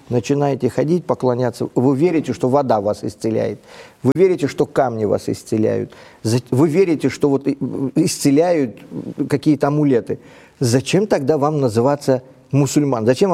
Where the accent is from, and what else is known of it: Uzbekistan; born or raised there; Russian is a second language